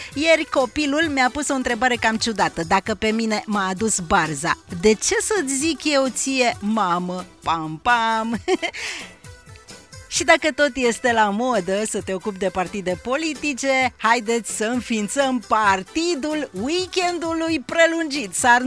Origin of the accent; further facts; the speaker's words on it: Romania; România, iubește România, arborează drapelul național, este ziua drapelului național și suntem mândri că suntem români.